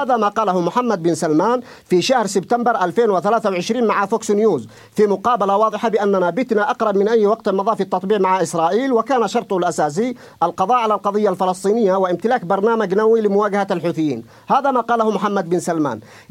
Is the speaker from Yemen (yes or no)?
yes; Yemen; لا يوجد صراع بيننا كيمنيين